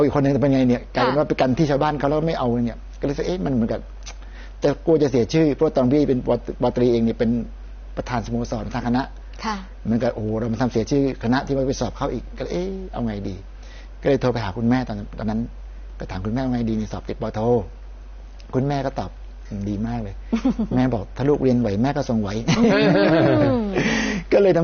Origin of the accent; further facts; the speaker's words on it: Pattani, Thailand; ตัวพระอาจารย์เองพี่เองก็เป็นคนจังหวัดปัตตานีโดยกำเนิดนะจ๊ะเกิดที่ปัตตานีเลยก็ต้องบอกว่าถ้าปัตตานีเองเนี่ยเราก็ทราบว่าเป็นจังหวัดที่ชาวพุทธมีน้อยแต่ยังว่าเป็นความที่น่าจะเป็นบุญของเราเองเราก็เกิดในครอบครัวชาวพุทธนั่นแหละ